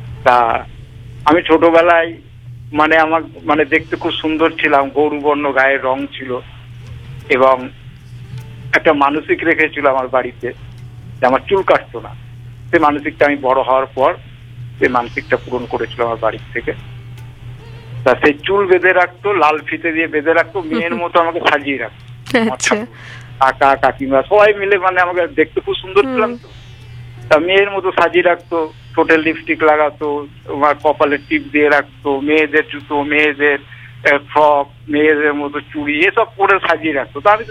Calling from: Barajaguli, West Bengal, India; আমি হরিণঘাটার বড়জাগুলি জেলা নদিয়া থেকে

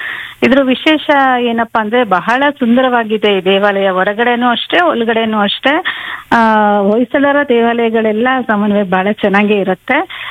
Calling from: Hassan, Karnataka, India

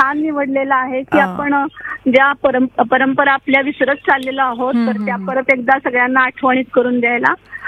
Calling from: Navi Mumbai, Maharashtra, India; मी खारघरला राहते.

